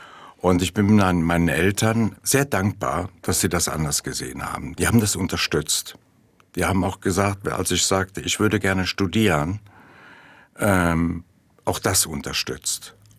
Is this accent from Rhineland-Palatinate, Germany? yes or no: yes; Mayen, Rhineland-Palatinate, Germany; Ja, in meiner Heimatstadt Mayen und in den Dörfern ringsherum sind irre viele Häuser aus Basalt gebaut, diesem anthrazitfarbenen Stein.